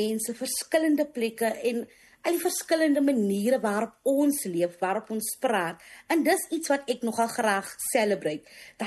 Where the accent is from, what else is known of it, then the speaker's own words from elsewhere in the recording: Eersterivier, Western Cape, South Africa; first language Afrikaans; moved away; ek is in Eerste Rivier gebore en getoe. Ek is nou nie meer daar nie, maar dis waar my wortels begrawe is en waar my liefde vir Afrikaans, sou ek sê, gekweek is.